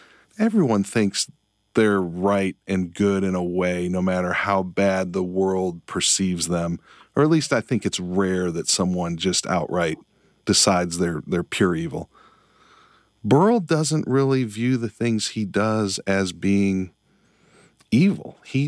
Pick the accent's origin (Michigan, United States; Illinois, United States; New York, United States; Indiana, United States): Michigan, United States; born or raised there; moved away as an adult; now in Kentucky, United States